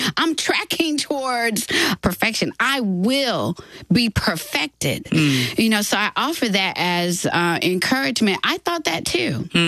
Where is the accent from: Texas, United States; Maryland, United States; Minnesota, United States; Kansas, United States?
Texas, United States; moved away; I fly 800 miles to Texas. That's my my hometown.